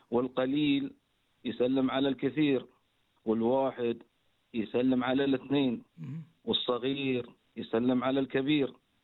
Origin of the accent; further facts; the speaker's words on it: Bahrain; إذاعة البحرين وإذاعة مملكتنا الغالية